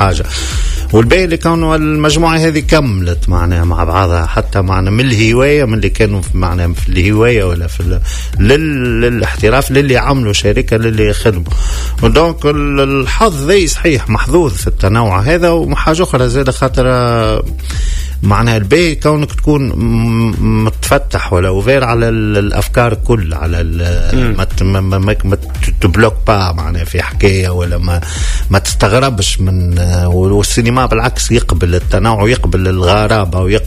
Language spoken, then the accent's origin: Arabic; Tunisia; السينما اللي عندنا في تونس